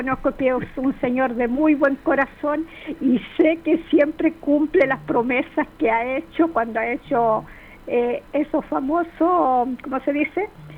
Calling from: Viña del Mar, Valparaíso, Chile; de Aguasanta Abajo, Viña del Mar.

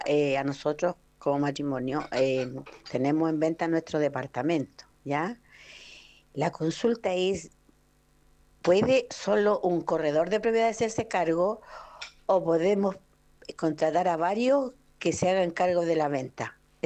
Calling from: Placilla, Valparaíso, Chile; vivo en Placilla.

